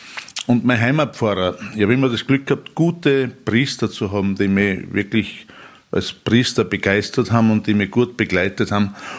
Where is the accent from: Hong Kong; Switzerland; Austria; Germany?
Austria; St. Veit im Innkreis, Upper Austria; Geboren bin ich 1960 in St. Veit im Innkreis, das ist ein kleiner Ort.